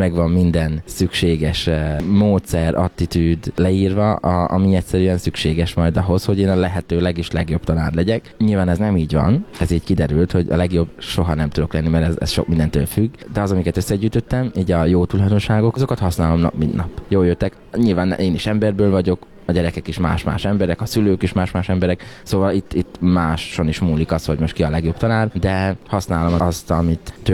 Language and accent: Hungarian; Kápolna, Heves, Hungary; Én Heves megyében, Kápolnán nőttem fel, egy zenész cigány családban, egy 7 gyermekes családban, én vagyok a 7.